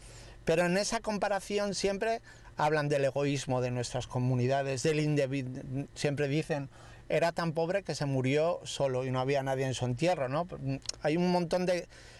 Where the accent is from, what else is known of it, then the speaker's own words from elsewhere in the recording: Castile, Spain; moved away; yo siendo castellano